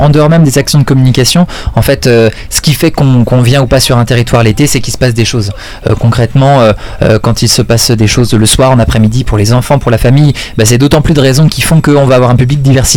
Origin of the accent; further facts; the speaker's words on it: Brittany, France; now in Domfront, France; Non, moi je suis breton, je suis de l'autre côté de la frontière.